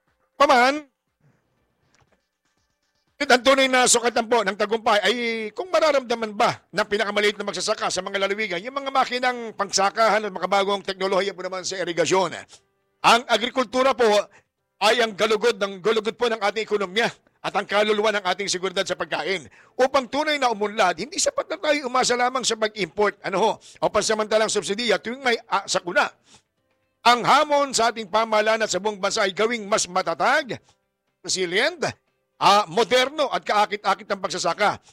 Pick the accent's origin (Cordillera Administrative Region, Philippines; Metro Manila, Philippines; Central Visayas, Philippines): Metro Manila, Philippines; Lang sa akin, eh, ako'y ilustre, pero ako'y dini sa Metro Manila lumaki at hindi ko nakilala mga mag-anak sa Batangas.